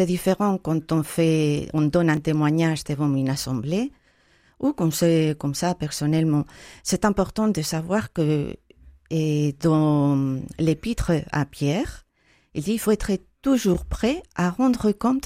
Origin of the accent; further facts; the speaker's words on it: Spain; French is a second language; Et moi je dis, si je suis espagnole et je peux le faire, vous pouvez le faire vous.